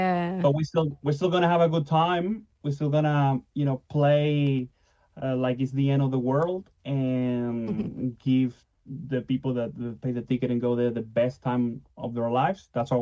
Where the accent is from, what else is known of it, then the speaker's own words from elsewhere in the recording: Venezuela; now in Australia; my home country of Venezuela